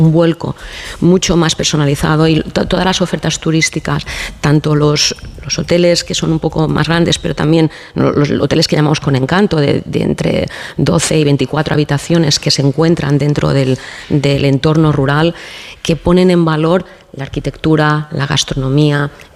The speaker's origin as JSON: {"language": "Spanish", "town": "Ibiza", "region": "Balearic Islands", "country": "Spain", "said": "Obviamente soy subjetiva, soy ibicenca y soy alcaldesa, claro."}